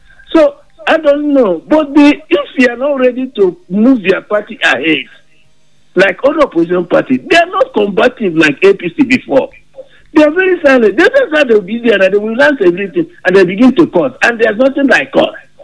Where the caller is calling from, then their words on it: Jos, Plateau, Nigeria; on the line from Jos here.